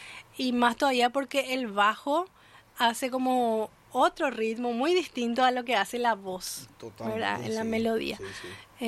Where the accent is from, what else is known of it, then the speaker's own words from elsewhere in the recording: Asunción, Paraguay; born there; Yo soy asuncena, o sea, yo nací en Asunción, pero mi mamá y toda mi familia, aparte de mi mamá, son de Altos, ¿verdad? Específicamente de Itabasa.